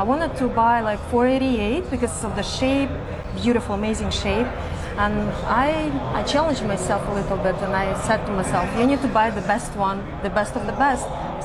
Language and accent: English; Uzbekistan; No, I'm from Uzbekistan. It's far away. It used to be a part of USSR, southern part, and I'm from there. So I'm not Uzbek, but we have different nations there.